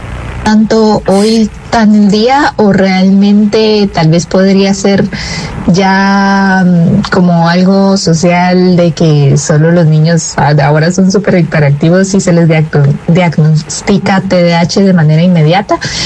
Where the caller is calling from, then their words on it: Guatemala; de Guatemala y quería saludar a los doctores Valencia y Jorge, muchas gracias.